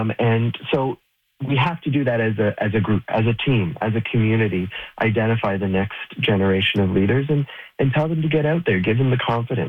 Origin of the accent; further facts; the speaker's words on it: Goderich, Ontario, Canada; now in Ottawa, Canada; Certainly my experience coming from Goderich, I now live in Ottawa, right? I didn't make my career and my life in my hometown.